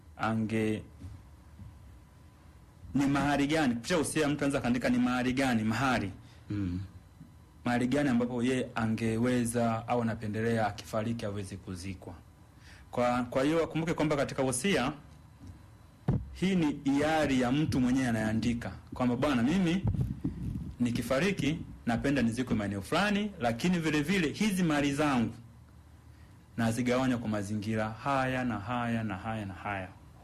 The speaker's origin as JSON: {"language": "Swahili", "country": "Tanzania", "tie": "born or raised there", "said": "nimezaliwa hapa, nimekuwa hapa, basi ninaomba serikali nitambue kama mimi ni Mtanzania."}